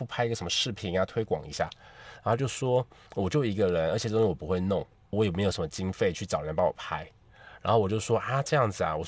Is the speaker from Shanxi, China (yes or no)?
no; Suzhou, Jiangsu, China; 他是南通人，然后老爸是台湾人，然后我是苏州人。